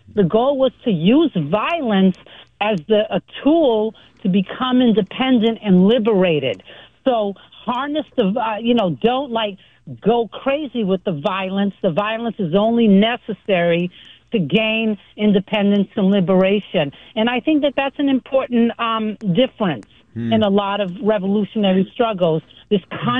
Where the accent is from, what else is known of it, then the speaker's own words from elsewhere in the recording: United States; born there; So I'm American-born, and my parents are from Cabo Verde, West Africa.